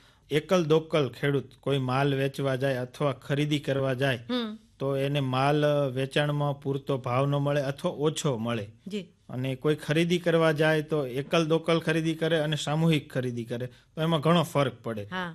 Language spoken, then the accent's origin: Gujarati; Bhetsuda, Gujarat, India; મારું ગામ ભેટસુડા લગભગ 2500-2600 જનસંખ્યા હશે અત્યારે. મોટા ભાગના અમારો વ્યવસાય ખેતી વ્યવસાય સાથે સંકળાયેલા છે.